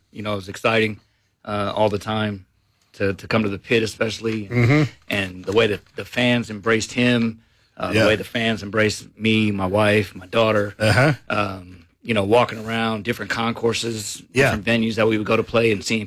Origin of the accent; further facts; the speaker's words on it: North Highlands, California, United States; moved away as an adult; also born or lived in Prescott, Arizona; now in New Mexico, United States; Yeah. We're from North Highlands, California. It's a suburb of Sacramento.